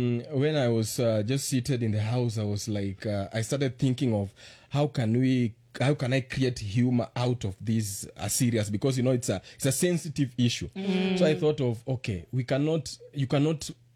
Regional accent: Kenya; as a Kenyan

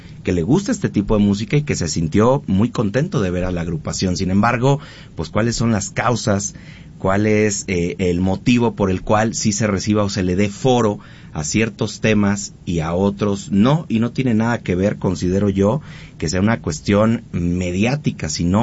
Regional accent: Mexico; De nosotros mismos como mexicanos.

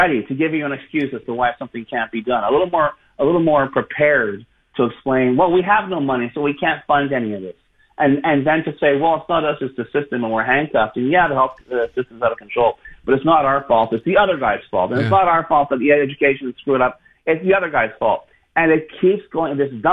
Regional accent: Montreal, Quebec, Canada

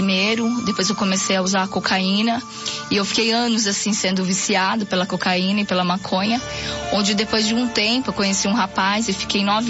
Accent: Bom Jesus dos Perdões, São Paulo, Brazil; sou de uma cidade do interior de Bom Jesus dos Perdões, uma cidade pequena

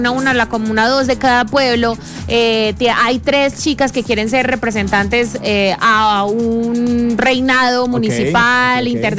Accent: Pitalito, Huila, Colombia; moved away; ya había rondas sanpedrinas en mi pueblo, en Pitalito.

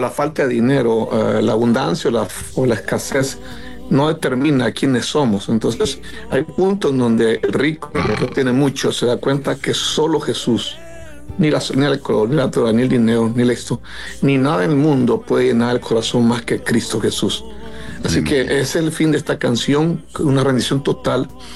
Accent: Honduras; accent: between Caribbean and Central American; moved away as an adult; now in Houston, United States; Bueno, soy originario de Honduras, pero vivo en Houston, Texas, hace 7 años.

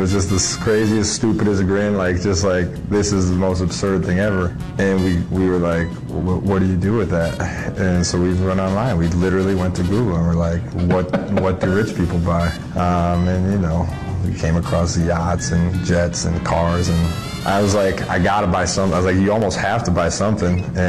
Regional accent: Pewaukee, Wisconsin, United States; he's from Pewaukee, I'm from Pewaukee, we've been friends forever

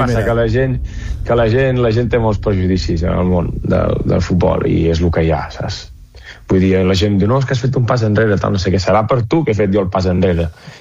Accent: Vic, Catalonia, Spain; jo soc de Vic

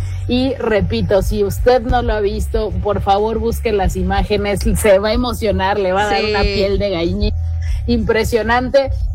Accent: Mexico

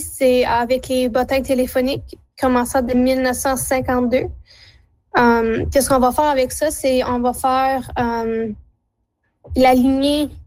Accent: Hearst, Ontario, Canada; Je viens de Hearst. J'ai 21 ans. Je suis à l'Université Laurentienne à Sudbury.

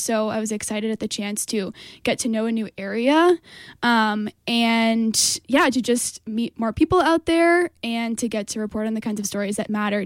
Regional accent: Massachusetts, United States; So I'm from Massachusetts, but the reason why you might know me is because I was an intern here at KOTO summer of 2024.

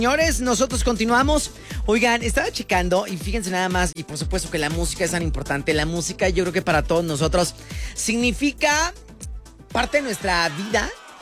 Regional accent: Mexico; Como buenos mexicanos estamos marcando una pauta increíble.

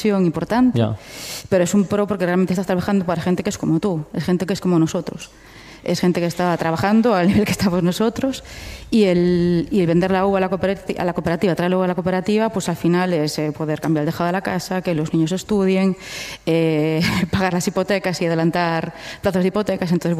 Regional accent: Vilagarcía de Arousa, Galicia, Spain; Tenemos el referente de donde yo soy, de Villa García de Arousa

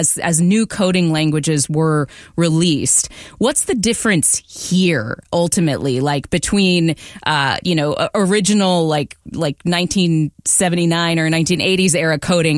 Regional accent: Redmond, Washington, United States; I grew up around computer programmers because I grew up in Redmond, Washington, and in the shadow of Microsoft, literally, like right next to Microsoft.

